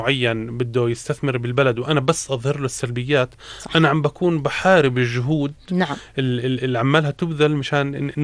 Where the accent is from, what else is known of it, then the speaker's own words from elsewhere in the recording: Jordan; إحنا عندنا بيئة استثمارية بالأردن قوية جدا،